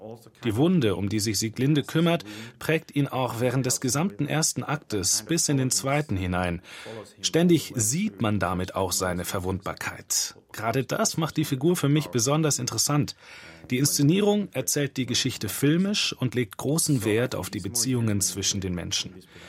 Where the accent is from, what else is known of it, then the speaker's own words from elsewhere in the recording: southern Sweden, Sweden; German is a second language; In meiner Heimat an der südschwedischen Küste weht immer ein Wind, selbst dann, wenn offiziell Windstille herrscht.